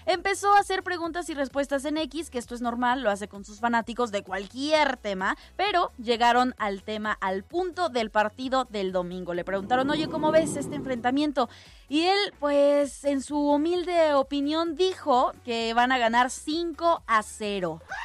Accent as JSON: {"language": "Spanish", "country": "Mexico", "said": "nosotros somos México"}